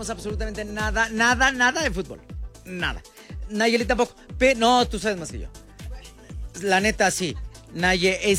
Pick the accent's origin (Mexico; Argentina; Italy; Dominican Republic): Mexico